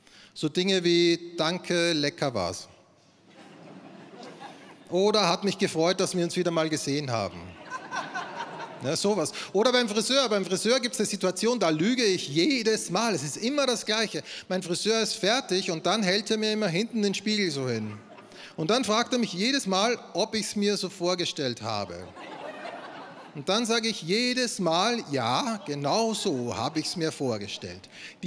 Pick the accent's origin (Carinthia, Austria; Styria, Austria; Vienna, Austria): Styria, Austria; Das gibt es bei uns in Österreich, ja? In der Steiermark wird das produziert.